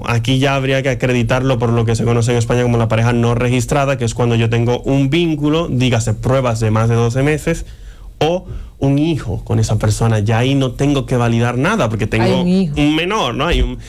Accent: Dominican Republic; now in Spain; yo puedo sacar mi pasaporte español, pero yo sigo siendo dominicano. O sea, yo de blanco, rubio.

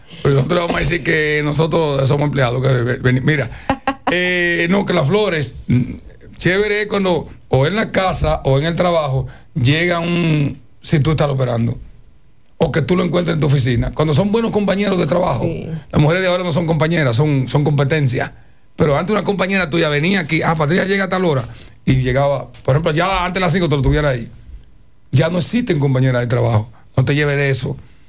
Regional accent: Dominican Republic

